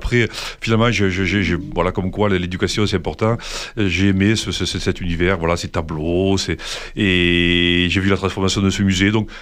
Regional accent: Occitanie, France; j'ai grandi à La Brossière, un petit village près d'Agnan, Gignac.

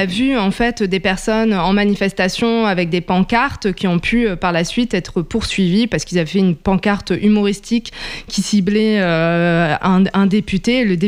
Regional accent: Montpellier, Occitanie, France; born there; moved away as an adult; Moi je suis arrivée à Montpellier quand j'avais 12 ans et j'ai quitté Montpellier à 20 ans. Et de ces 20 dernières années, en fait, j'ai habité dans 4 pays étrangers.

